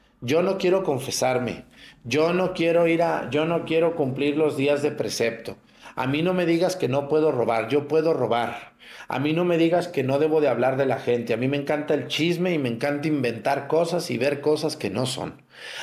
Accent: Mexticacán, Jalisco, Mexico; cuando vayan a mi pueblo, Mexticacán, hay 16 paleterías

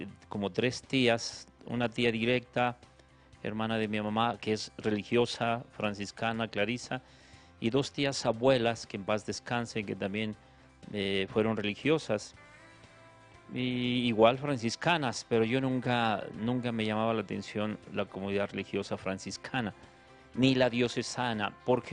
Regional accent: Guadalupe, Zacatecas, Mexico; yo iba mucho con la comunidad franciscana, allí en Guadalupe, soy de Guadalupe, Zacatecas, y todos los domingos teníamos la misa de 9 de niños.

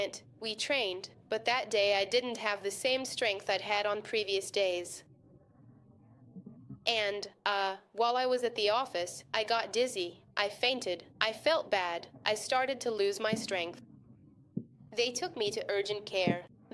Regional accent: Venezuela; now in Miami, United States; that community that made me so happy in Venezuela and that I hadn't been able to find here.

